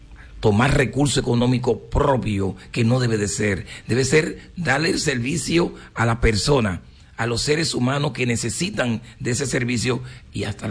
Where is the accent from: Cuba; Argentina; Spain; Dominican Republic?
Dominican Republic; pero ante todo como dominicano, como miembro de comunidades.